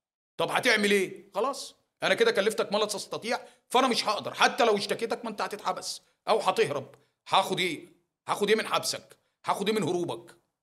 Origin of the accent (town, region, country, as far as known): Egypt